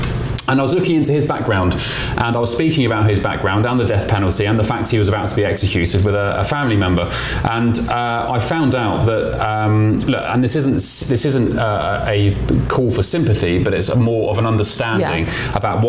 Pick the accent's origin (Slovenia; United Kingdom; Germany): United Kingdom; moved away as an adult; now in Washington, D.C., United States; as a Brit here living in DC since September